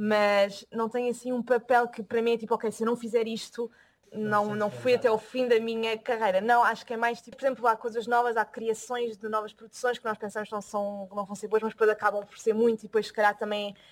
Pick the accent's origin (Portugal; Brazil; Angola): Portugal; Lisbon; moved away as an adult; Eu também sou de Lisboa e também fiz a minha formação em Lisboa até sair de Portugal